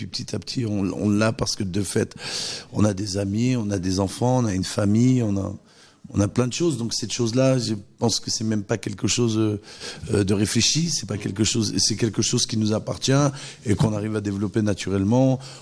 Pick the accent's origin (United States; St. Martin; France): France; Pays de la Loire; born there; moi, je suis né dans le Maine-et-Loire